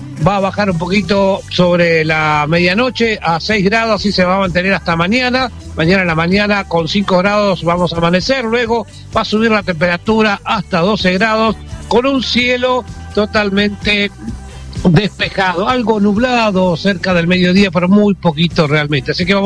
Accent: Bolívar, Buenos Aires Province, Argentina; cuando uno es de una ciudad como Saladillo, yo soy de Bolívar, siempre nos gusta mucho poder mostrar todo lo que tenemos

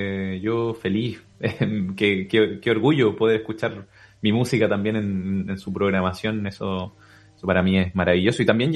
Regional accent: Temuco, Araucanía, Chile; now in Concepción, Chile; Yo soy de Temuco, viví y crecí toda mi infancia.

